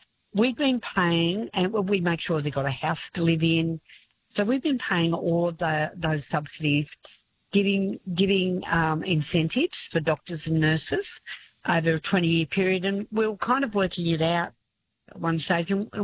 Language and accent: English; Yass, New South Wales, Australia; born there; now in Forbes, Australia; I was born in Yass, so that sort of shocked me to know that you can't have a baby in Yass. You've got to duck over to Canberra.